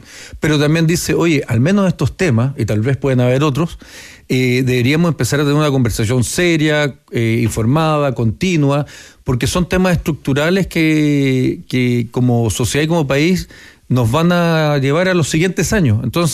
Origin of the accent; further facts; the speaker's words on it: Santiago, Santiago Metropolitan Region, Chile; Yo cuando niño vivíamos ahí en Miguel Claro